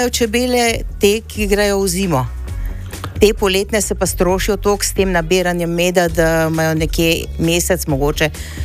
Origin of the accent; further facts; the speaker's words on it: Litija, Central Slovenia, Slovenia; kot sta že rekla, prihajam iz Litije.